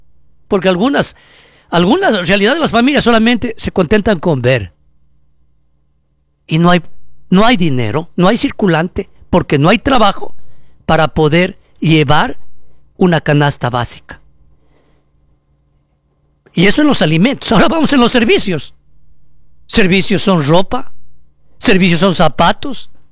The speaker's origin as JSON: {"language": "Spanish", "country": "Ecuador"}